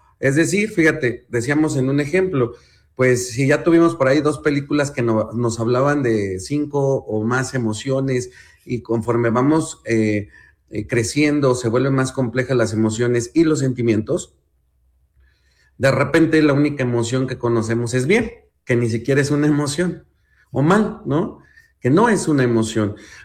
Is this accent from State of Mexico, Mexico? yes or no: yes; Temayuca, State of Mexico, Mexico; yo desde acá del Estado de México, colindando con la Ciudad de México, mi pueblo llamado Temayuca, les mando un saludote